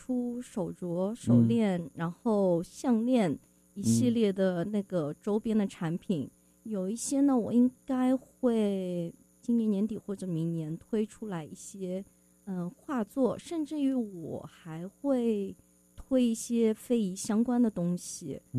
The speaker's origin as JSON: {"language": "Chinese", "country": "China", "tie": "born or raised there", "said": "因为我成长在中国"}